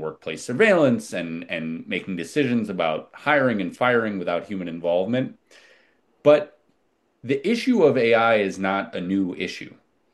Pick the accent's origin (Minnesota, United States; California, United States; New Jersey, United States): Minnesota, United States; born there; my home state of Minnesota